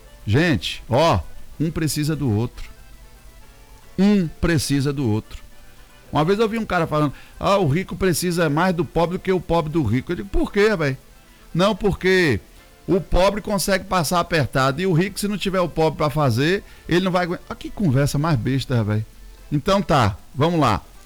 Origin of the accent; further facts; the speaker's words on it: Bahia, Brazil; eu sou baiano e nordestino